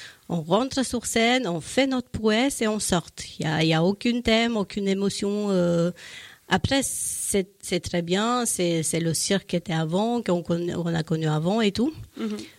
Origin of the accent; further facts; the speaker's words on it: Romania; moved away as an adult; now in France; Moi, je viens de Roumanie